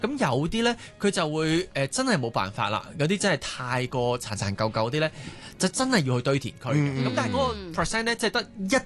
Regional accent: Hong Kong

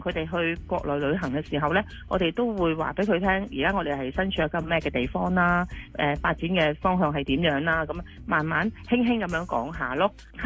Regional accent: Chaozhou, Guangdong, China; 我系潮州人嚟噶，你知唔知汕头啊、潮阳喺边啊？

